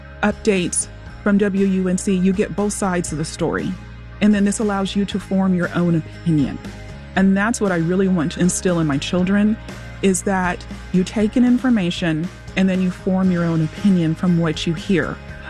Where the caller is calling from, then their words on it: Chapel Hill, North Carolina, United States; I'm from Chapel Hill.